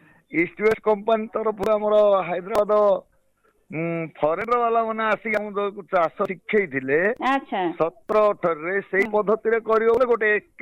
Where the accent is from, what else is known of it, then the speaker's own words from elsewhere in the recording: Bandha Gochha, Odisha, India; ଆମ ଗାଁ ହଉଛି ବନ୍ଧା ଗୋଛା।